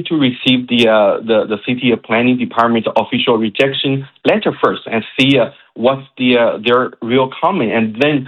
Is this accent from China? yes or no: yes; China; English is a second language; moved away as an adult; now in St. John's, Canada; I think as a newcomer, you know, I'm originally from China